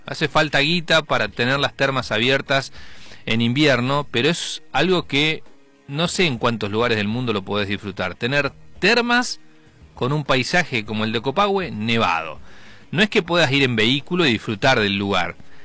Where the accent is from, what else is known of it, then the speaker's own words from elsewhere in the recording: Neuquén, Argentina; also born or lived in Andacollo; yo nací en Andacollo, me crié en el norte neuquino